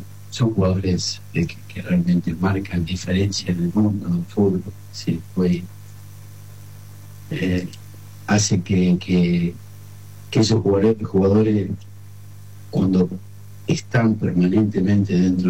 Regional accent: Argentina; Te daría mintiendo que soy argentino.

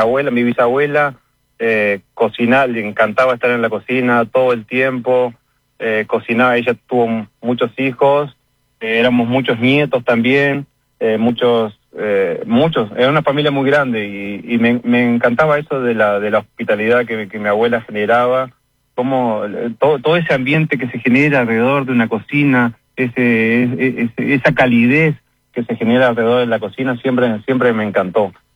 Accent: Uruguay; Como todo uruguayo que no se doblega ante nada.

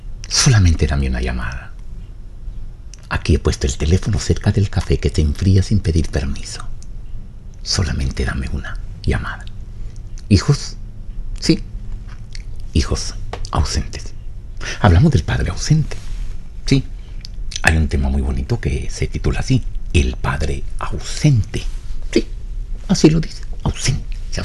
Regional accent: Valle Hermoso, Tamaulipas, Mexico; born there; moved away; llevar ese evangelio al pueblo que me vio nacer.

